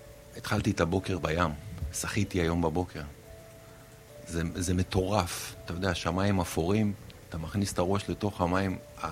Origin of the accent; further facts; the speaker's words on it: Dimona, Southern District, Israel; moved away as an adult; now in Eilat, Israel; אני נולדתי בדימונה, גדלתי בדימונה